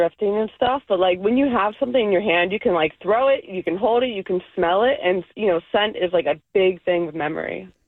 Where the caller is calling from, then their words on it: La Plata, Maryland, United States; I'm from La Plata.